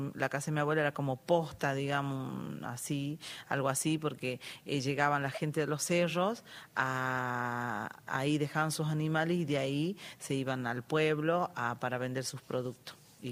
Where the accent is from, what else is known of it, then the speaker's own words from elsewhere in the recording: Angastaco, Salta, Argentina; De San Carlos, de Angastaco, soy yo.